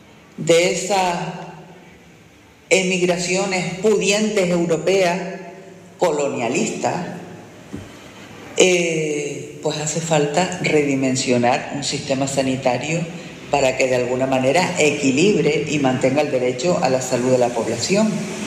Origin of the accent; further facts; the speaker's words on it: Canary Islands, Spain; en una sociedad como la canaria